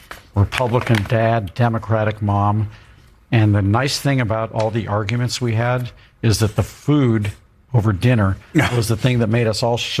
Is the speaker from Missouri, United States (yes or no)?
yes; St. Louis, Missouri, United States; I got that probably from growing up in St. Louis. When I grew up there, we were as purple of a state.